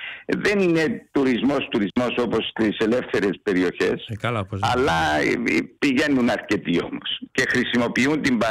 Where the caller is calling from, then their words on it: Cyprus; σαν Κύπριος